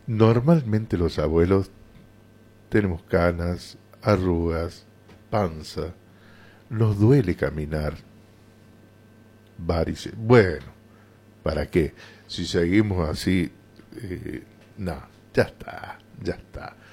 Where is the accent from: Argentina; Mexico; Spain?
Argentina; nosotros somos argentinos, hablamos en español